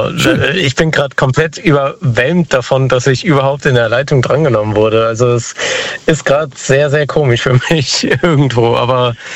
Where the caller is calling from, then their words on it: Montabaur, Rhineland-Palatinate, Germany; Aus der Ecke Hessen, aus Montabaur ungefähr.